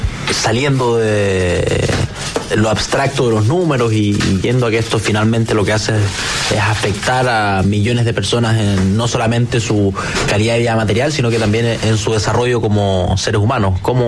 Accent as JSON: {"language": "Spanish", "region": "Araucanía", "country": "Chile", "said": "Yo que soy de la Araucanía, ese es el impuesto más grande en la región de la Araucanía."}